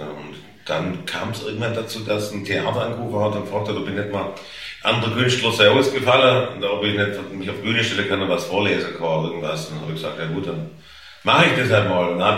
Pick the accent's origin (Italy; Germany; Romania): Germany; Stuttgart, Baden-Württemberg; accent: Swabian